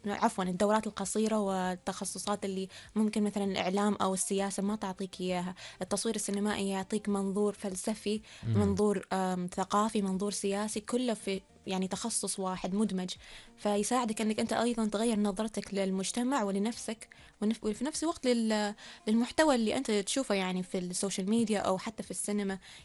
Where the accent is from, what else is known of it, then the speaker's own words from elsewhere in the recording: Oman; هويتي كعمانية.